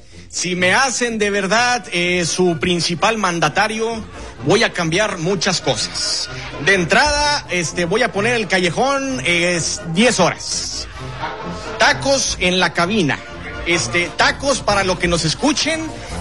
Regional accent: Monterrey, Nuevo León, Mexico; así somos los regiomontanos, así somos los del norte

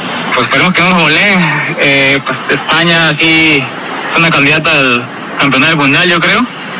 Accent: San Luis Potosí, Mexico; Vengo de San Luis Potosí, ayer llegamos, hicimos 6 horas y pues aquí estamos esperando el partido.

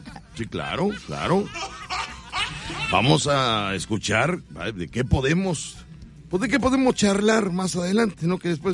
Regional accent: Mexico; No, porque yo soy mexicano en las cachas

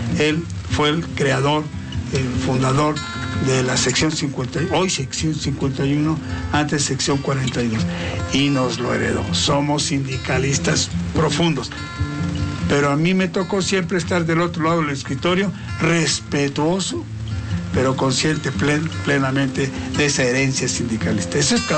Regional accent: Chignahuapan, Puebla, Mexico; born there; moved away; also born or lived in Zacatlán / Libres / Oriental; mi pueblo, en Chignahuapan

